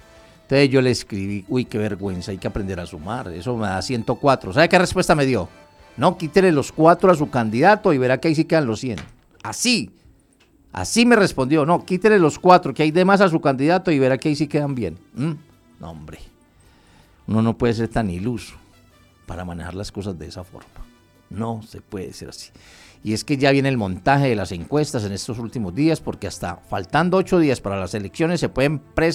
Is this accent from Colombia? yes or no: yes; Colombia; nosotros como colombianos